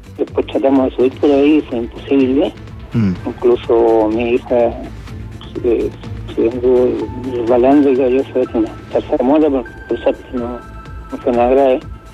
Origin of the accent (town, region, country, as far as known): La Cruz, Valparaíso, Chile